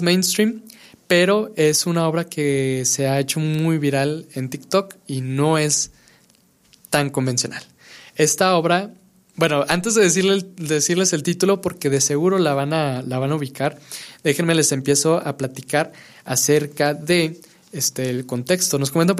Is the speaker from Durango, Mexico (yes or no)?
yes; Durango, Mexico; Yo soy de Durango, México, y de hecho la transmisión es de aquí.